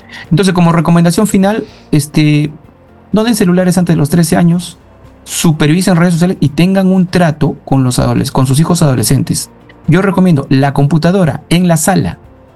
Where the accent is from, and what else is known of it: Peru